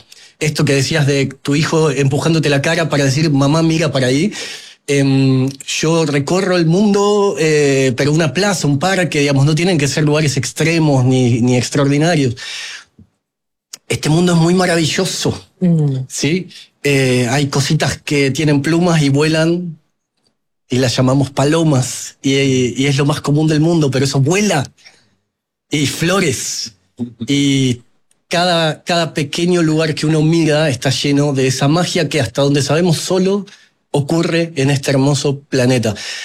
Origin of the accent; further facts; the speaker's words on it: Argentina; yo soy de Argentina